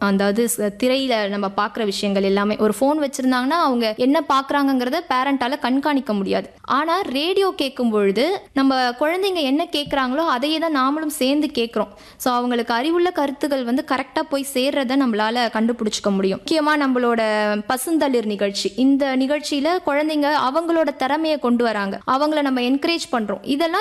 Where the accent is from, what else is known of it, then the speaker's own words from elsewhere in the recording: Puducherry, India; born there; என்னோட தாய்மொழி தமிழ் தான்.